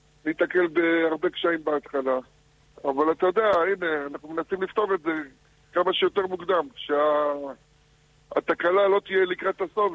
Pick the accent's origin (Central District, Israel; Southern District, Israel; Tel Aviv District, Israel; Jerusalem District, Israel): Southern District, Israel; Ashkelon; אז לא, אני מאשקלון.